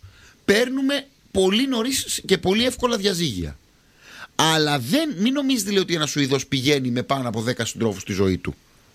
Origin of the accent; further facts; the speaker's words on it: Greece